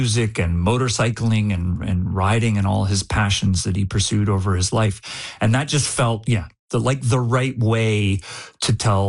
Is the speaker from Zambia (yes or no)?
no; Canada; as a Canadian, you know … was a truly remarkable talent. And I think we're not always good at celebrating our own in Canada.